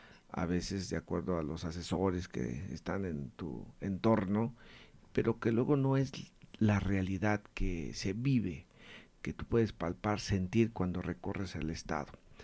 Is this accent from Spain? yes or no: no; Paracho, Michoacán, Mexico; Aquí de la meseta Purépecha. Efectivamente, yo soy de Paracho. Nací el 1 de marzo de 1979.